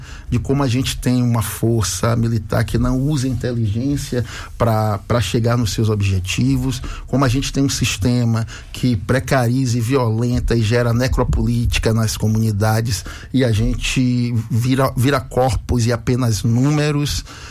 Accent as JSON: {"language": "Portuguese", "town": "Salvador", "region": "Bahia", "country": "Brazil", "said": "Esse disco também faz com que eu retorne à minha comunidade da Boca do Rio. Eu sou da Boca do Rio, propriamente dito ali do Barreiro, né? Subindo pelo Marbaque, setor 2."}